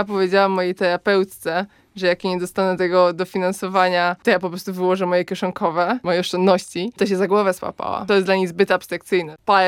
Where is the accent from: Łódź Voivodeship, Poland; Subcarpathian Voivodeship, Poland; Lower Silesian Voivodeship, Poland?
Łódź Voivodeship, Poland; Łódź; born there; also born or lived in Warsaw; Jestem łodzianką z przywiezienia, jak miałam tutaj 2 dni, z Warszawy, więc jestem trochę stolicowa, trochę łódzka.